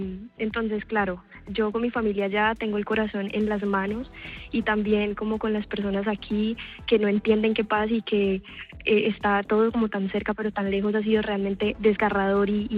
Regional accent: Pereira, Risaralda, Colombia; now in Cali, Colombia; yo soy corresponsal en Cali, pero soy pereirana. Toda mi familia está en Pereira y en Armenia, es decir, en el eje cafetero.

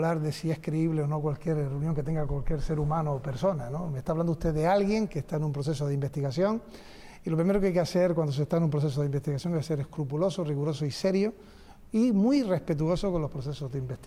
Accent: Canary Islands, Spain; en mi tierra y en Canarias

